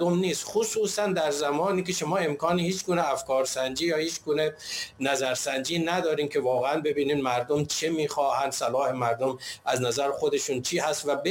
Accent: Iran; من به عنوان یک ایرانی

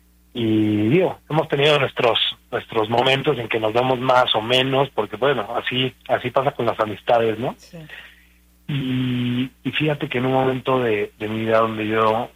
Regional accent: Guadalajara, Jalisco, Mexico; Pues mira, yo soy de Guadalajara, tengo 36 años, soy el más grande de 6 hijos.

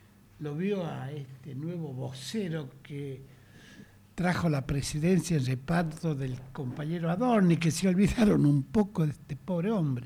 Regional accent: Argentina; así somos los argentinos.

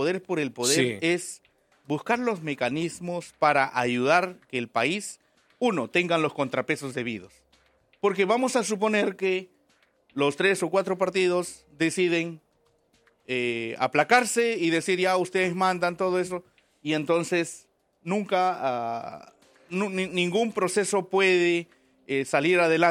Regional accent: Chanchamayo, Junín, Peru; moved away; Yo vengo de Chanchamayo, pues, tierra frutera, cafetera.

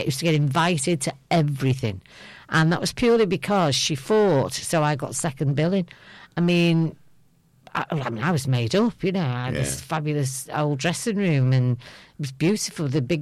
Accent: North West England, United Kingdom; accent: Scouse; And as I walked out in my Scouse accent, I'd go, is it a pint and a pint of whiskey?

